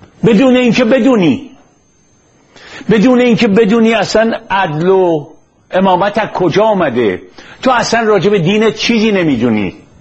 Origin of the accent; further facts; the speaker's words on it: Iran; خب نژاد من چیه؟ ملت من چیه؟ من کجاییم؟ من ایرانیم.